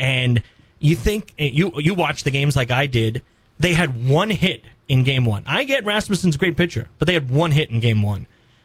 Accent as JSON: {"language": "English", "town": "New York City", "region": "New York", "country": "United States", "tie": "born or raised there", "said": "I remember it because I grew up in New York City"}